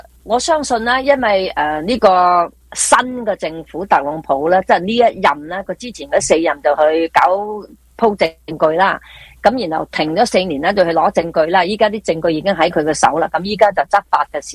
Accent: California, United States; 我当然希望咧，上帝祝福我哋加州人咧

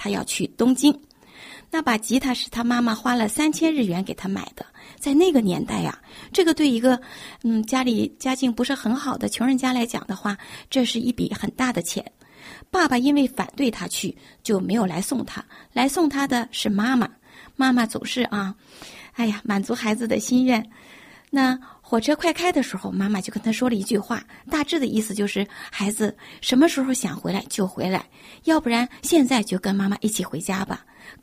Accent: Dalian, Liaoning, China; 我的老家是在大连

